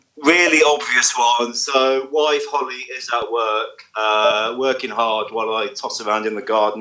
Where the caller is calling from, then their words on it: West Midlands, United Kingdom; I'm calling from a little village in the West Midlands, which I won't say so I don't get identified, a.k.a. … in the forum.